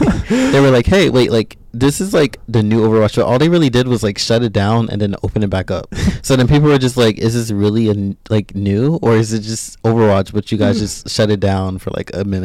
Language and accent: English; Newark, New Jersey, United States; I'm from Newark, New Jersey.